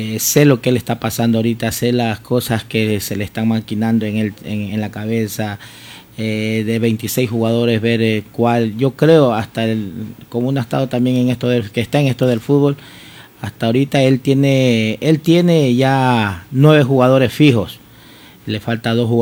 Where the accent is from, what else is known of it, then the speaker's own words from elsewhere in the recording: Ecuador; todos los que somos ecuatorianos